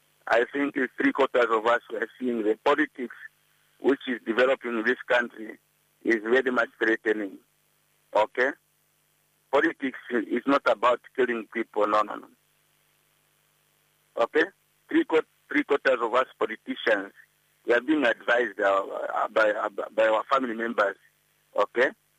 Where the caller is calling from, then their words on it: Lusaka, Lusaka Province, Zambia; calling from Chawama, Lusaka, Zambia.